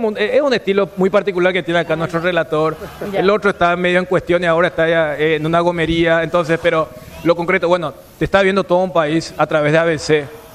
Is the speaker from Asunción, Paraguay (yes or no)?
yes; Asunción, Paraguay; born there